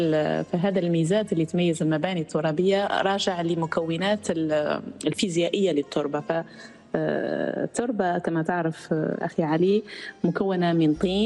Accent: Algeria; أو قصور عندنا بالجزائر

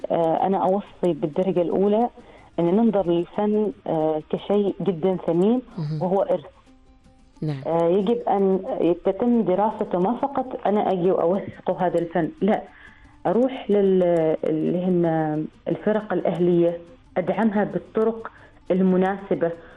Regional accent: Oman; أنا كوني كعماني

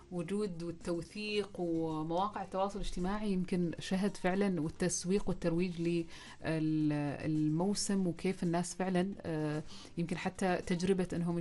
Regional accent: Oman

